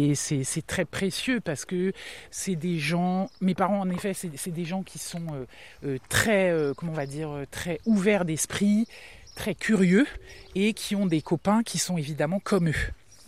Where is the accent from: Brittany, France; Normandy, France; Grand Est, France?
Brittany, France; Saint-Coulitz; also born or lived in Brest; Moi, je viens de Saint-Coulis.